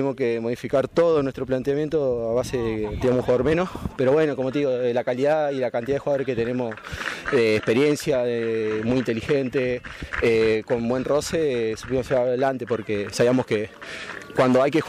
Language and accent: Spanish; Campana, Buenos Aires Province, Argentina; moved away as an adult; yo soy de Campana, toda mi carrera ahí.